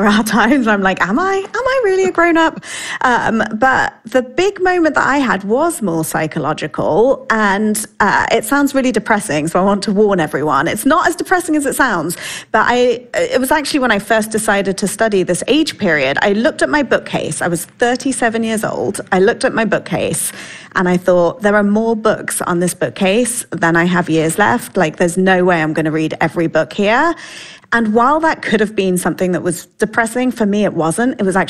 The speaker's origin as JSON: {"language": "English", "country": "United Kingdom", "said": "I'm British, so in the UK, you want to be 18 so you can go and have a drink."}